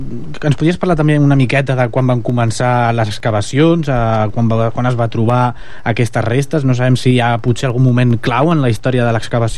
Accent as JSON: {"language": "Catalan", "town": "Cerdanyola del Vallès", "region": "Catalonia", "country": "Spain", "said": "Pels qui som de Cerdanyola"}